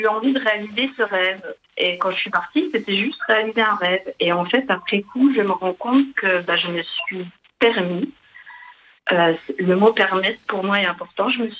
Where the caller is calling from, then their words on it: Grand Est, France; j'appelle des Vosges.